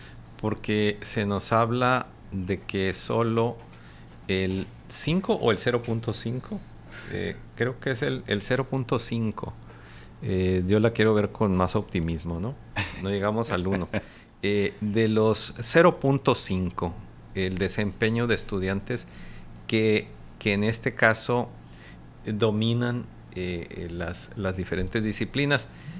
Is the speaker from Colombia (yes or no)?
no; Mexico; Nuestro país es país emergente